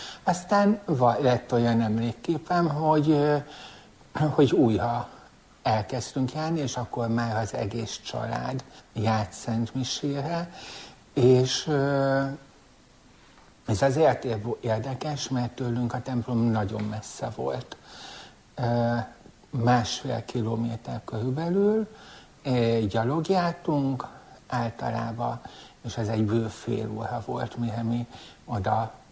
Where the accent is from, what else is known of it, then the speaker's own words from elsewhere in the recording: Szigethalom, Pest, Hungary; Nagyközségbe születtem, ma már város. Szigetharmon nőttem föl.